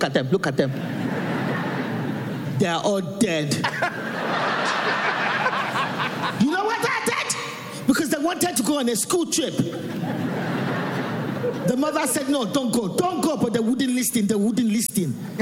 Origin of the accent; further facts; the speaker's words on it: London, United Kingdom; I'm from England. Yeah, London, England.